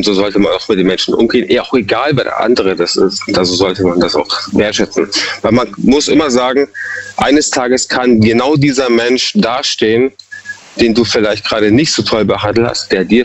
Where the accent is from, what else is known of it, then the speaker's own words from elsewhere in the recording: Munich, Bavaria, Germany; now in Freiburg, Germany; Also ich bin ursprünglich aus Bayern, ja, Münchner Kindl. Und bewusst bin ich damals eben nach Eichstätten, also nach Freiburg gezogen